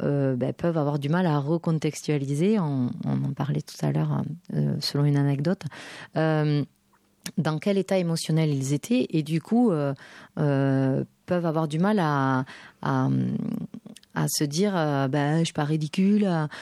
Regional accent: Southern France, France; accent: Southern French; j'ai appris à enlever mon accent, parce que j'ai quand même un accent du Sud assez prononcé.

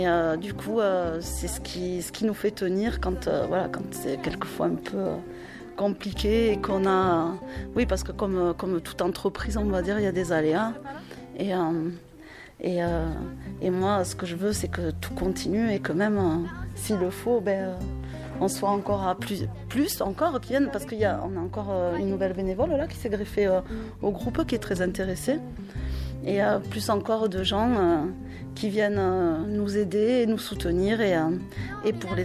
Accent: Carmaux, Occitanie, France; born there; Donc, moi je suis née à Carmaux. Bon, après j'ai bougé, mais je suis née à Carmaux.

